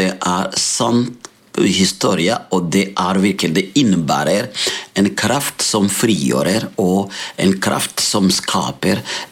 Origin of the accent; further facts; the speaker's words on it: Burundi; Norwegian is a second language; now in Molde, Norway; Jeg kommer opprinnelig fra Burundi, men når folk spør meg sånn, jeg pleier å si at vi alle sammen er fra himmelen først og fremst, så gjennom Burundi da, da kom jeg til verden, fordi mine foreldre var fra Burundi.